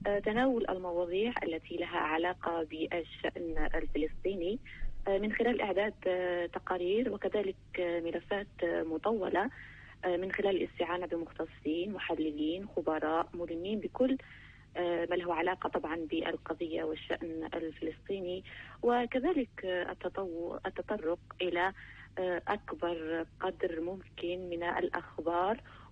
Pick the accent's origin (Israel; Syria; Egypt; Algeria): Algeria; أنا كإعلامية جزائرية